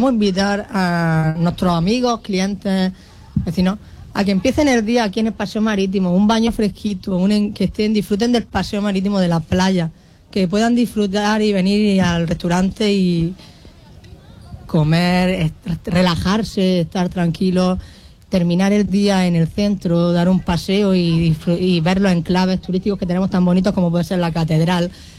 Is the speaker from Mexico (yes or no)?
no; Almería, Andalusia, Spain; Mi padre era italiano, yo soy de aquí de Almería